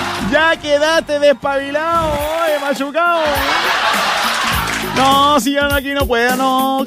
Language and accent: Spanish; Chile; Somos porfiados los chilenos, somos porfiados.